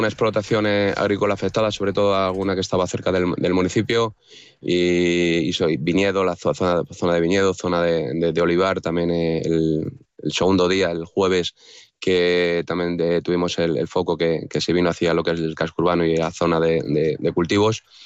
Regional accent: Villa del Prado, Community of Madrid, Spain; la gente que somos de aquí, de nuestro municipio, digamos que nuestro municipio, que es un pueblo verde, que somos la Huerta de Madrid

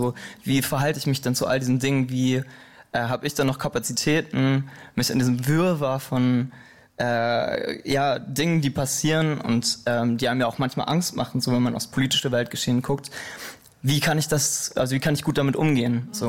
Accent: Soest, North Rhine-Westphalia, Germany; also born or lived in Lemgo / Ludwigsburg; now in Berlin, Germany

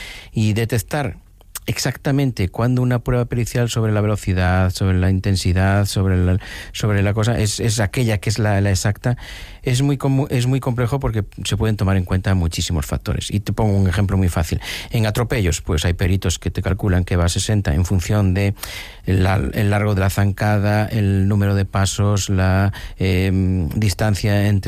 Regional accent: Galicia, Spain; Yo soy gallego, aquí cualquier anciano de mi, bueno, cualquier anciana de mi pueblo te dice enseguida lo que tienes según lo que haces.

